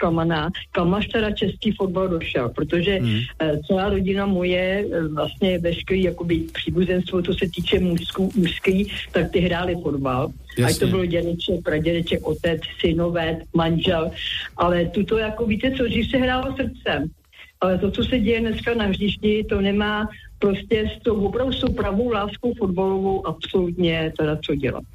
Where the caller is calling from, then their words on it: Plzeň, Plzeň Region, Czechia; já jsem sice Plzeňačka